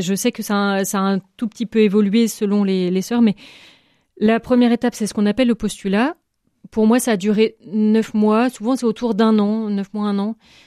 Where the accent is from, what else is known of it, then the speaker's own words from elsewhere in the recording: Brittany, France; moved away; j'étais contente de revenir dans ma région d'origine.